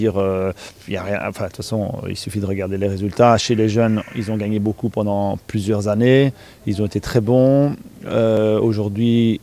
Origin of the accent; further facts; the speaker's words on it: Belgium; en tant que Belge